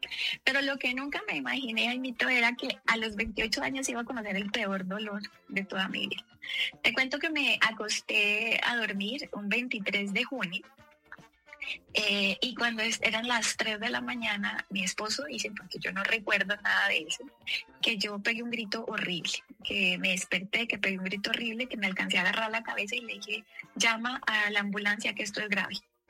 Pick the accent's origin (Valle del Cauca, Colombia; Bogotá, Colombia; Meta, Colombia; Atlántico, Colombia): Bogotá, Colombia; Yo nací en Bogotá, en un hogar donde tuve pues una mamá cristiana, una mamá que me enseñaba a amar a Jesús, y un papá muy católico